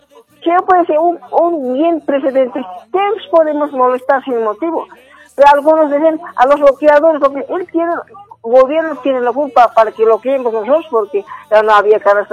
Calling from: La Paz, Bolivia; Estoy llamando de Ciudad de La Paz, de La Hollada.

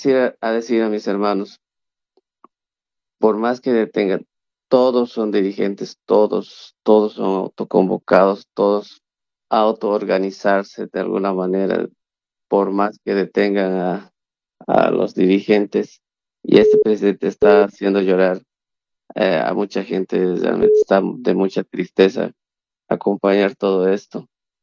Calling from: Bolivia

